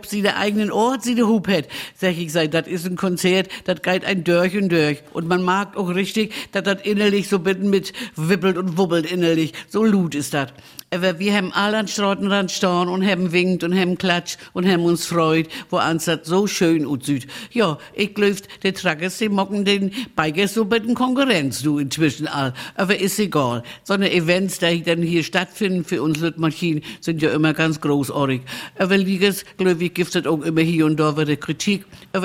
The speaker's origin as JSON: {"language": "German", "town": "Malchin", "region": "Mecklenburg-Vorpommern", "country": "Germany", "said": "In unserer schönen Waldarena da in Hainholz bei uns in Malchin. Wer die Gegend kennt, der weiß ja, dass das da unten ganz schön ist. Aber für uns Malchiner sagen wir ja immer Betten wie Drut zu lopen oder so."}